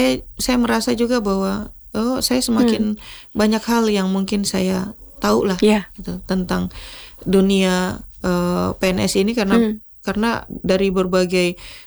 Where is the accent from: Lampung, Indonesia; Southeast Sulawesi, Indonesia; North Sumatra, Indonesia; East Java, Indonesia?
Southeast Sulawesi, Indonesia; Kendari; Saya orang tua orang Sulawesi Selatan, Bapak orang Sengkang, Ibu Bone. Tapi saya lahir dan besar di Kendari. Kebetulan Bapak TNI, pensiunan TNI. Waktu itu tugas terakhir di Kendari. Jadi kita menjadilah warga Kendari.